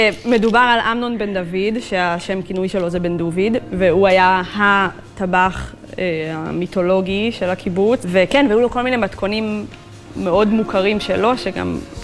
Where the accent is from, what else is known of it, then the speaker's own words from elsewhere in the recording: Kfar Aza, Southern District, Israel; moved away; כשאני הייתי כילדה בקיבוץ